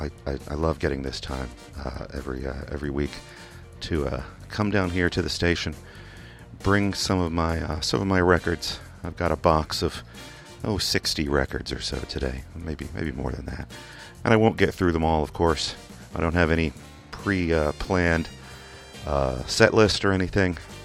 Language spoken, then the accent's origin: English; England, United Kingdom; accent: Kentucky; excited I am to be going back to my second home, England. I grew up there. You can't tell it from my accent, probably. Because, well, my accent is mostly Kentucky with just a little bit of British phrasing that comes in sometimes.